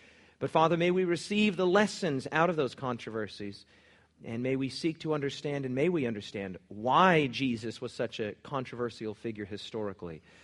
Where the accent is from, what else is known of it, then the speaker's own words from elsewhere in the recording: Cheyenne, Wyoming, United States; born there; I was born in Cheyenne, Wyoming, and born again in Laramie, Wyoming.